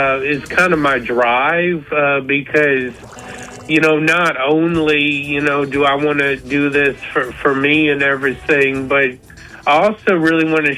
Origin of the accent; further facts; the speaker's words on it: Appalachia, United States; moved away; I grew up in Appalachia for 18, 20 years and then moved to Alabama. So that's where I am right now.